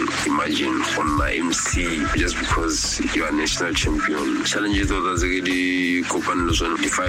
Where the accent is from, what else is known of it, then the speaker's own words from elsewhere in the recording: Francistown, North-East District, Botswana; Because I was born and raised in Francistown.